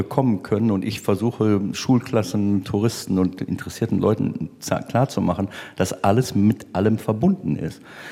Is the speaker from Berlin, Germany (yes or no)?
no; North Rhine-Westphalia, Germany; also born or lived in Cologne; ich war ja hier ein paar Jahre in Köln, das war für mich nicht ganz so einfach als Ostwestfale.